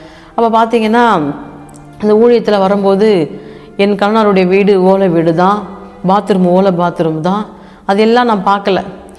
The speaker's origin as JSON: {"language": "Tamil", "town": "Chennai", "region": "Tamil Nadu", "country": "India", "tie": "born or raised there", "moved": "as an adult", "said": "நான் சென்னையிலே பிறந்து சென்னையிலே வளர்ந்தோம்"}